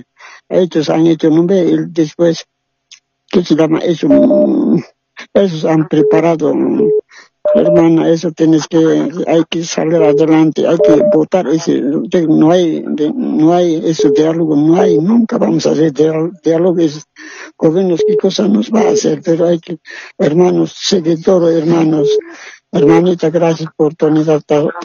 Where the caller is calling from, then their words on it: Tiquipaya, Cochabamba, Bolivia; Yo estoy llamando de Cochabamba … Tiquipaya.